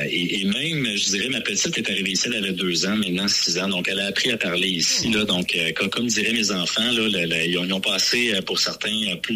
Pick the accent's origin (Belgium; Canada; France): Canada; Joliette, Quebec; moved away as an adult; also born or lived in Montreal; now in La Tuque, Canada; Moi, je suis originaire de Joliette, ma femme de la Rive-Nord, de Boisbriand. Mais les dernières années ont été passées à Montréal.